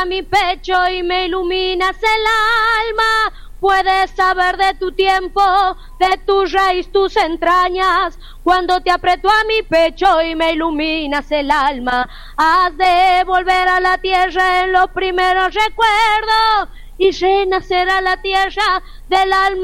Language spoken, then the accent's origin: Spanish; La Rioja, Argentina; Soy riojana, pura cepa, che.